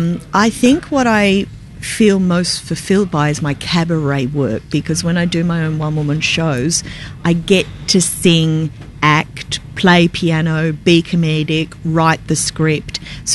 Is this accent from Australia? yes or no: yes; Australia; accent: Aussie; my natural accent, my Aussie accent.